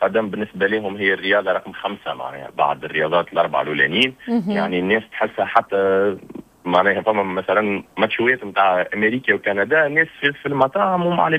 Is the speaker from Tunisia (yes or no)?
yes; Tunisia